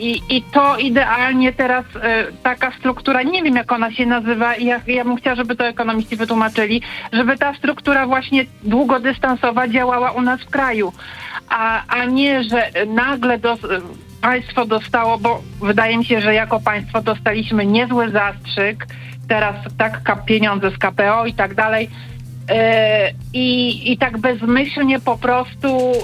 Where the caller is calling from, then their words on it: Warmian-Masurian Voivodeship, Poland; ja pochodzę z Warmii i Mazur